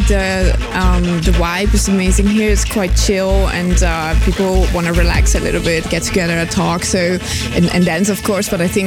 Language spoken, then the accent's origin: English; Germany; I'm from Germany